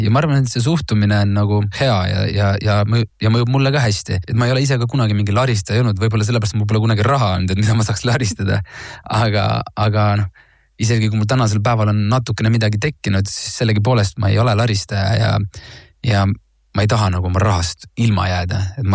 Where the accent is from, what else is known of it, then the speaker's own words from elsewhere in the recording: Hiiu County, Estonia; ma olen Hiiumalt ise pärit